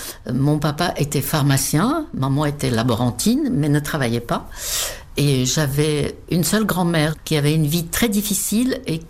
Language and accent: French; České Budějovice, South Bohemian Region, Czechia; French is a second language; moved away as an adult; now in France; Ma ville natale, České Budějovice, se trouve, je crois, à 40 km de la frontière autrichienne. Mes parents parlaient allemand couramment tous les deux.